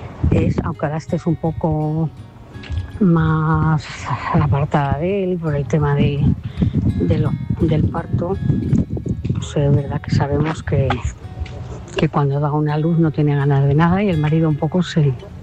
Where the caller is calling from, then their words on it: Móstoles, Community of Madrid, Spain; Buenas noches. Soy … de Móstoles.